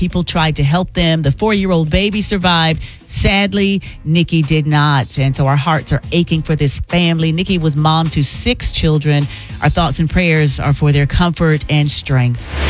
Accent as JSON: {"language": "English", "town": "DeLand", "region": "Florida", "country": "United States", "tie": "born or raised there", "said": "my hometown of DeLand"}